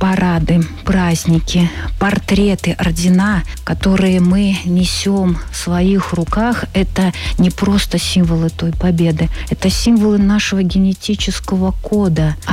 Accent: Belarus; нас сегодня 9 миллионов белорусов

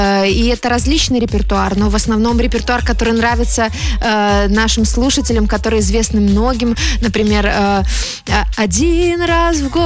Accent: Vitebsk Region, Belarus; родом я из Витебской области. Мне кажется, родные стены помогают.

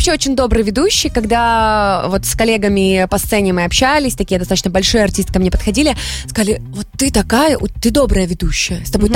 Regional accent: Belarus; moved away as an adult; now in Moscow, Russia; А мы уже теперь в Москве. Мы теперь белорусы в Москве.

